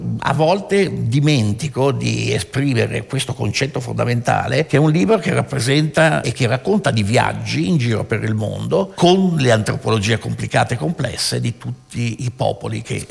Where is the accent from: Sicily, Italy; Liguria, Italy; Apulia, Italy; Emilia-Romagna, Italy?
Liguria, Italy; Genoa; Io sono genovese